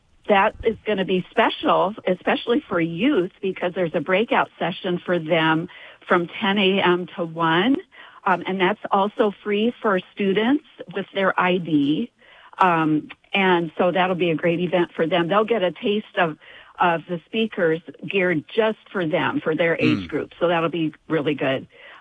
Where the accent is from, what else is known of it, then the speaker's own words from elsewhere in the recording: Sioux Falls, South Dakota, United States; I'm from right here in Sioux Falls.